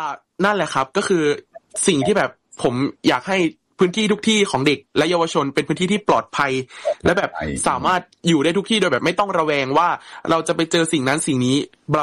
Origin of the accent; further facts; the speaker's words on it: Mukdahan, Thailand; ผมเกิดและโตในจุดที่เรียกว่าในเมืองพอสมควรแล้วก็คืออยู่ใหญ่อยู่ในใจกลางเมืองเลยถ้าในจังหวัดมุกดาหาร